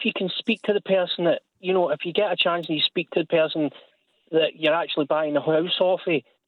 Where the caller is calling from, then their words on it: Glasgow, Scotland, United Kingdom; I'm in Ibrox, but I come from Hillington.